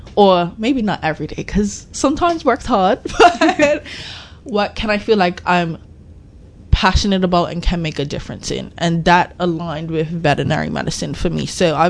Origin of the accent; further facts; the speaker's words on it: Hamilton Parish, Bermuda; But growing up in Shelly Bay area, it's a stables actually right around the corner from my house.